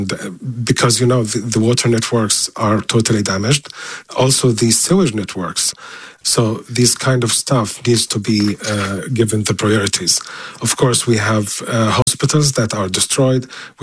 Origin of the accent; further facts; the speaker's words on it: Gaza Strip, Palestine; English is a second language; moved away as an adult; I was born and raised and bred in the Gaza Strip all my life. I left 3 years ago